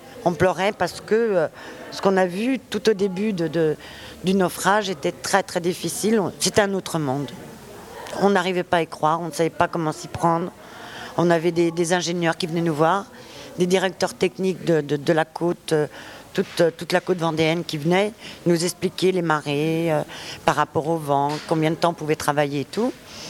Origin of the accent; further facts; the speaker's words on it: Spain; now in France; Ça fait 40 ans que je suis en France. Je suis toujours espagnole.